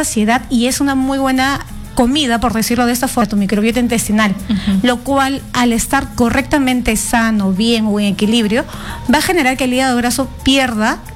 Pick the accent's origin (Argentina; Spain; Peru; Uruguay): Peru; si consumo un alimento clásico, tradicional, como buen peruano, que es el arroz o el fideos